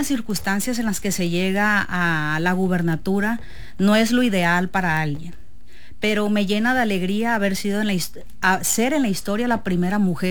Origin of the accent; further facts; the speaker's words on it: Estación Dimas, Sinaloa, Mexico; en mi comunidad, mi municipio, Barras de Piazla, pues está muy cerca de Estación Dimas, del pueblo de donde yo soy.